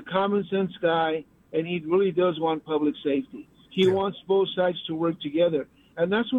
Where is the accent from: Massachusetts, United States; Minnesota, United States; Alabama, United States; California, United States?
California, United States; Los Angeles; moved away; also born or lived in Orange County; I was raised in Los Angeles.